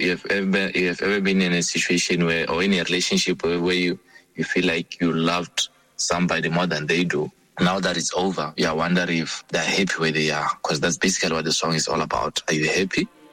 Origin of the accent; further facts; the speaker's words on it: Serowe, Central District, Botswana; I come from Sorowe and I'm 28 this year.